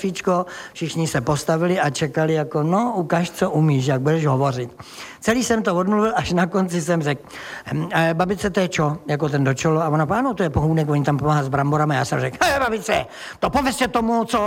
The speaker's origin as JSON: {"language": "Czech", "region": "South Bohemian Region", "country": "Czechia", "said": "řeknu, promiňte, já jsem blbej Jihočech a pojedu domů"}